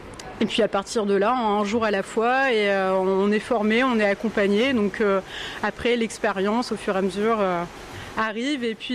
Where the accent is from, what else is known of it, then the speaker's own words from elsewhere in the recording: Hauts-de-France, France; parce qu'à la base, moi, je suis du Nord-Pas-de-Calais.